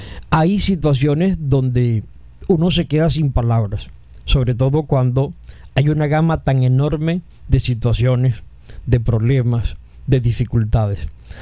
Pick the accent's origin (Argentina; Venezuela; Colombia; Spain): Venezuela; Estamos nosotros como venezolanos viviendo una experiencia de duelo tremendo